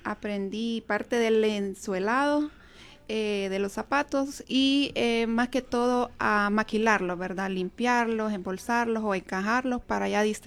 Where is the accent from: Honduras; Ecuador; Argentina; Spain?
Honduras; Tegucigalpa, Francisco Morazán; soy de Tegucigalpa, ¿verdad? Nazco aquí en Honduras, Tegucigalpa. Desde pequeña tuve muchas dificultades, ¿verdad? Crecí con una madre soltera, con 4 hijos.